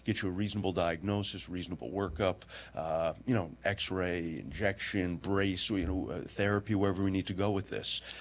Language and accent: English; Springfield, Massachusetts, United States; I grew up in Springfield, graduated from Cathedral High School, and ended up going to Westfield State.